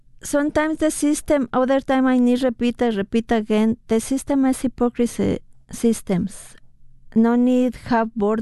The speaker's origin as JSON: {"language": "English", "region": "Mexico City", "country": "Mexico", "second_language": "English", "moved": "as an adult", "lives_now": "United States", "said": "I'm from Mexico City."}